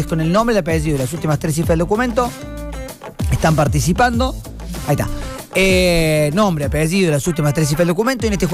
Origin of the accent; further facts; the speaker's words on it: Argentina; Soy argentino todos los días.